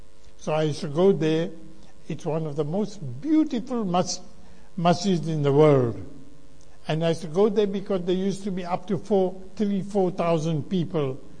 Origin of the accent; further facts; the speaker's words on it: South Africa; I'm from South Africa, and that is why I speak English. I'm not a Pakistani.